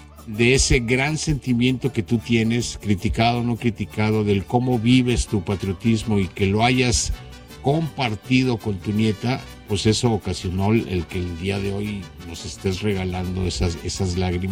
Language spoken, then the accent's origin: Spanish; Mexico; como mexicanos debemos de entender